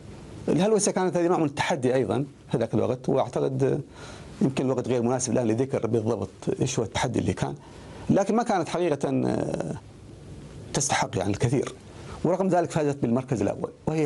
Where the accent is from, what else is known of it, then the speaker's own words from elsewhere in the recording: Ash Sharqiyah South, Oman; born there; also born or lived in Sur, Oman / United States; أنا ولدت في منطقة في منطقة الشرقية في قرية صغيرة تسمى وادي المر. هناك بدأت تعلم أو دراسة القرآن الكريم في الهواء الطلق تحت ظل شجرة، وبقيت في هذه وبقيت الأسرة في هذه القرية إلى أن حوالي بلغت من عمر 10 سنوات. بعد ذلك انتقلنا إلى صور